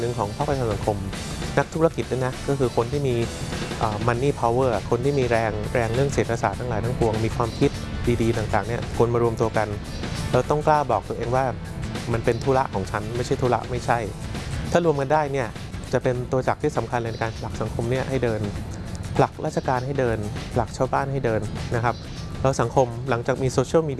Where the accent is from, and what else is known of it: Bangkok, Thailand